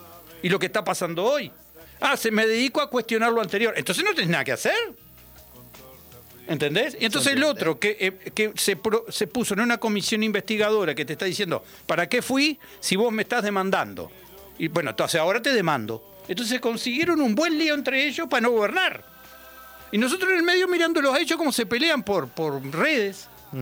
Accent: Uruguay; Somos todos uruguayos.

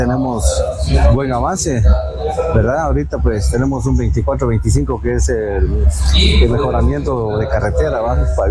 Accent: Lanquín, Alta Verapaz, Guatemala; o somos del área de Lanquín Seluc, ¿verdad?

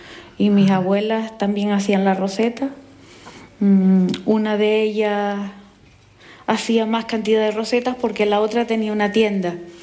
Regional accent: Vilaflor, Canary Islands, Spain; born there; Pues yo nací en La Escalona. Es un barrio de Vilaflor. Entonces allí, pues, es pequeñito.

